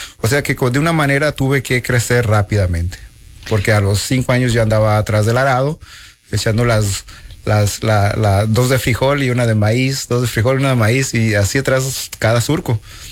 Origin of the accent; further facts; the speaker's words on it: Mexico; moved away; como decimos allá en México